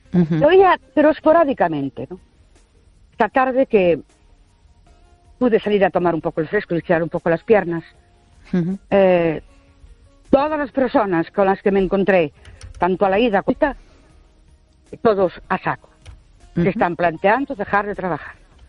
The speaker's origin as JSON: {"language": "Spanish", "town": "Ourense", "region": "Galicia", "country": "Spain", "said": "Buenas noches … de Ourense."}